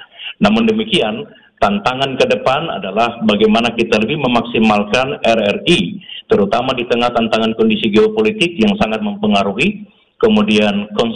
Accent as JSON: {"language": "Indonesian", "town": "Kaimana", "region": "West Papua", "country": "Indonesia", "tie": "born or raised there", "said": "saya lahir dan besar di Papua"}